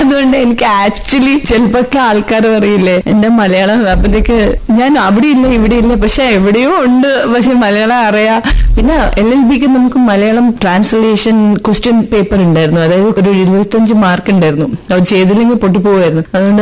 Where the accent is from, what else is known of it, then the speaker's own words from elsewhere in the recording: Firozpur, Punjab, India; born there; അച്ഛൻ ആർമി ഓഫീസറായിരുന്നു. ഞാൻ ജനിച്ചത് പഞ്ചാബ് ഫിറോസ്പൂരിൽ.